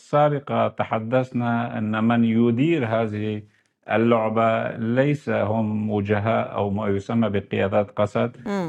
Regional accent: Syria; نحن ككرد سوريين

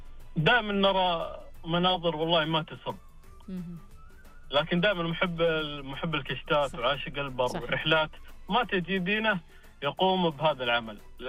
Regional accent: Tabuk, Tabuk Province, Saudi Arabia; عندنا بتبوك احنا سنويا تجينا حاله ثلج مره مرتين

